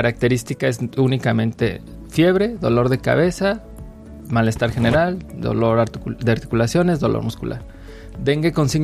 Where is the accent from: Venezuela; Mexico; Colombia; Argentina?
Mexico; yo creo que como mexicanos, como latinos